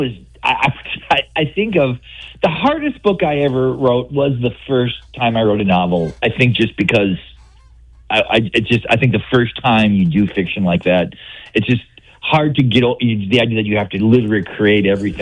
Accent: North Dakota, United States; moved away; also born or lived in Akron; growing up in North Dakota

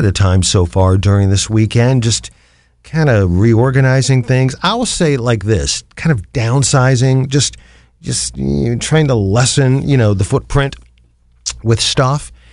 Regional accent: Canton, Ohio, United States; non-commercial public radio for Akron and my hometown of Canton, the Hall of Fame City at 91.3 FM

